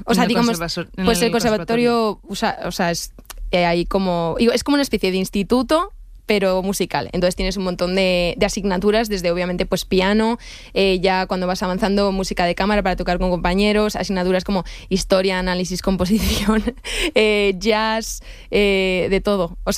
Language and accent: Spanish; Madrid, Community of Madrid, Spain; Pero yo sí, soy madrileña.